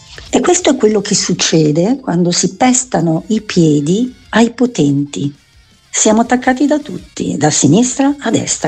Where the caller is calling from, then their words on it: Milan, Lombardy, Italy; da Milano.